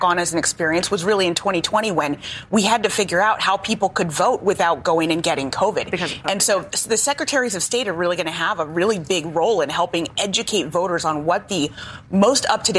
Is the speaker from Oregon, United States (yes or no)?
yes; Oregon, United States; I grew up in Oregon. We voted by mail, like, from the beginning of time.